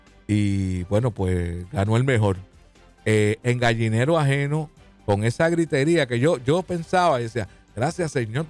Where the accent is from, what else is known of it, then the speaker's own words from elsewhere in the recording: Puerto Rico; yo soy de Mameye en 1960.